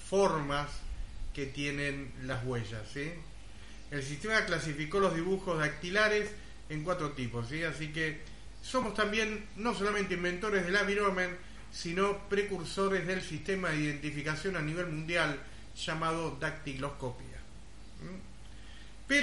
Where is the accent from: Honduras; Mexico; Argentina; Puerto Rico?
Argentina